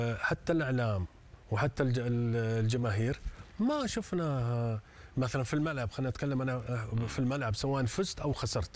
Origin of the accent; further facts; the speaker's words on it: Saudi Arabia; أنا كلاعب سعودي أتقبل من